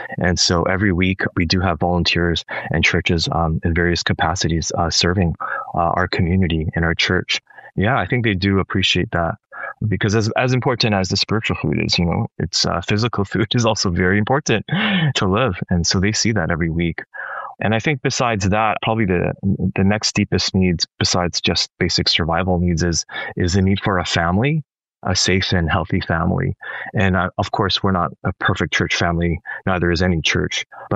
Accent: North York, Ontario, Canada; I was, you know, I'm from North York.

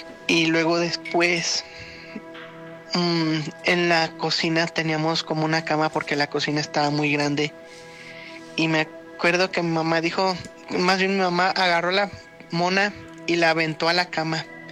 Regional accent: San Francisco del Rincón, Guanajuato, Mexico; de San Francisco del Rincón, Guanajuato.

